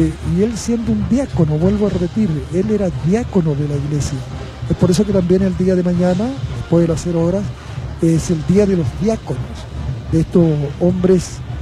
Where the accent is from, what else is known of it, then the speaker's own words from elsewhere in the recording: Copiapó, Atacama, Chile; allá en mi ciudad natal, en Coyapó